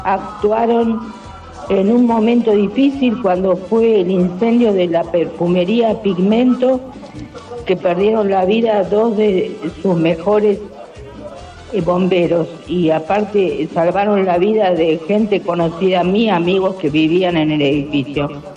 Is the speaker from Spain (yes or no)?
no; Villa Crespo, Buenos Aires, Argentina